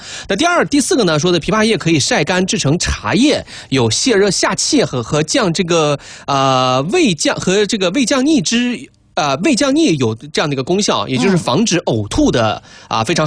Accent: Sichuan, China; 对于咱们四川人来说

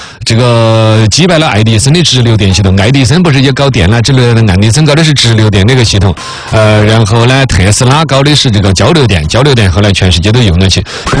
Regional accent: China; 我们中国人民

